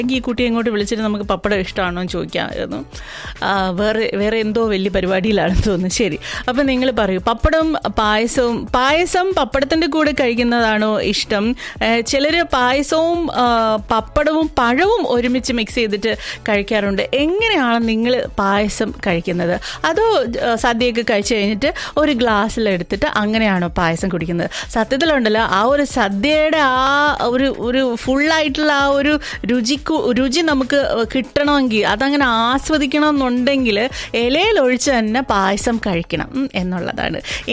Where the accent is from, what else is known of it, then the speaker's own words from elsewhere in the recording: Thiruvananthapuram, Kerala, India; ഞങ്ങൾ തിരുവനന്തപുരത്തുകാരെന്തെന്ന് പറയും